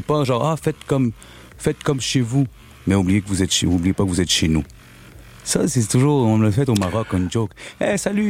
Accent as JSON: {"language": "French", "town": "Montreal", "region": "Quebec", "country": "Canada", "tie": "born or raised there", "said": "J'ai grandi au plateau. J'ai toute ma vie. Ma mère est arrivée de l'aéroport. Mon père, de l'aéroport au plateau Mont-Royal. Puis là, on habite de toutes ces années. Et j'ai grandi aussi en espagnol. Et après, quelques années plus tard, en le français"}